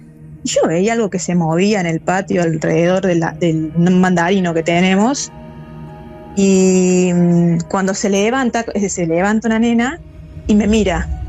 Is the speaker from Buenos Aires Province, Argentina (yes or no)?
no; Córdoba, Argentina; yo me crié en Córdoba, yo soy cordobesa, me crié en Córdoba.